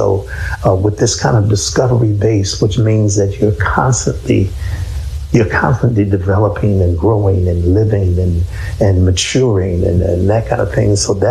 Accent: Philadelphia, Pennsylvania, United States; When I was a young boy growing up in North Philly

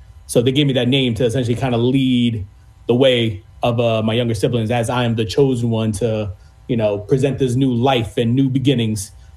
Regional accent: Upper Darby, Pennsylvania, United States; also born or lived in West Philadelphia; I was born in West Philadelphia, and then I was in West Philly until about first grade. And then I went to Upper Darby system from first grade all the way to senior year of high school.

